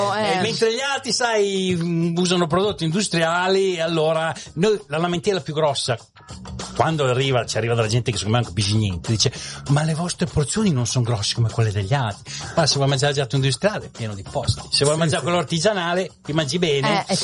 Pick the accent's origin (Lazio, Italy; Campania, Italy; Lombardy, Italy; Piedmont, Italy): Lombardy, Italy; moved away; Fuori Milano, in provincia